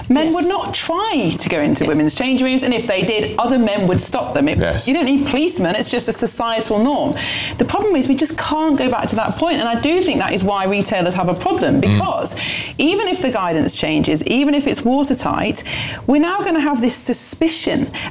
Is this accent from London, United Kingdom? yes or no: no; Sheffield, Yorkshire and the Humber, United Kingdom; born there; But I can't change my birth certificate that says I was born in Bordeaux. I was born in Sheffield. Can't rewrite history.